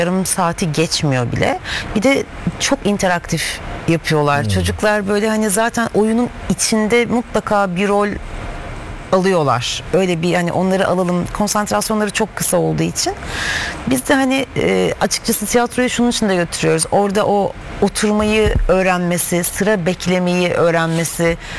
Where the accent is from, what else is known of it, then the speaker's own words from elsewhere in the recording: Kadıköy, Istanbul, Turkey; Ben de Kadıköy'lüyüm. Acıbadem'de büyüdüm.